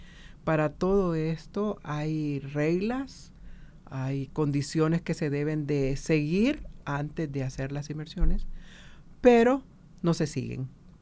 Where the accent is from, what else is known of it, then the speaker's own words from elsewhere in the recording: Honduras; nos toca a nosotros como hondureños ser muy responsables con nuestra economía